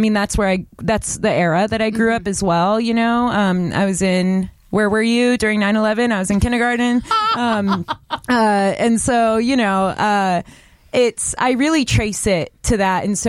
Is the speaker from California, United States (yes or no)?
yes; Los Angeles, California, United States; born there; Deep Valley up in Porter Ranch. And then we like, you know, lost the house, whatever, moved to Canoga Park at the tip of Topanga Canyon.